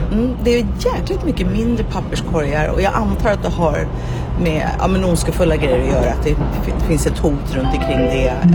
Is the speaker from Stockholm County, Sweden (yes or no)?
yes; Stockholm, Stockholm County, Sweden; Jag tycker att det är en skitsnygg låt och den representerar mig som stockholmare.